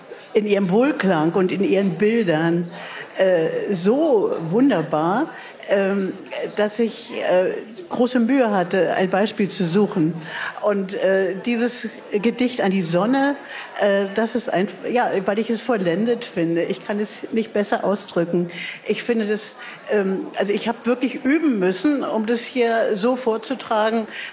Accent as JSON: {"language": "German", "region": "Berlin", "country": "Germany", "said": "Na, ich bin, ich bin eine Berliner Spottdrossel."}